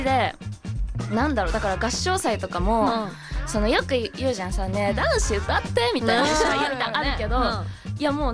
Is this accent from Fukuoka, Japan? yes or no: no; Tokyo, Japan; born or raised there